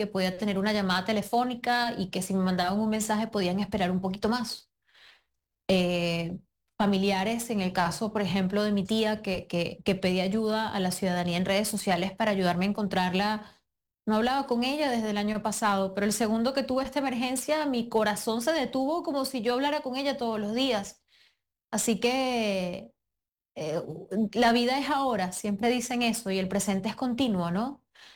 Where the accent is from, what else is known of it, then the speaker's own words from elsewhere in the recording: Venezuela; moved away; a mí como venezolana migrante